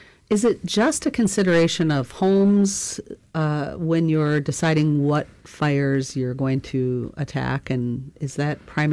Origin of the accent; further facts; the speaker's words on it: Midwest, United States; now in Alaska, United States; I grew up in the Midwest where you heard thunder and saw lightning often in the summertime